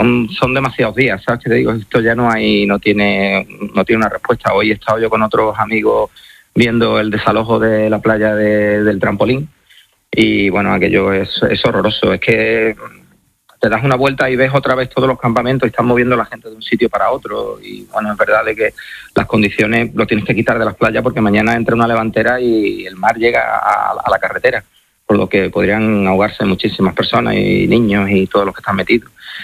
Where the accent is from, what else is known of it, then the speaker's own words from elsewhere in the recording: Spain; pero primero soy español y tampoco tengo por qué abandonar mi tierra